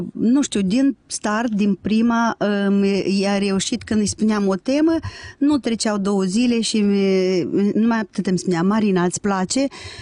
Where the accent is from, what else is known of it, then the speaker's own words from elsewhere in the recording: Ungheni, Ungheni District, Moldova; Eu sunt de Baștină din Ungheni, mai aproape de Iași, ceva mai moldovenește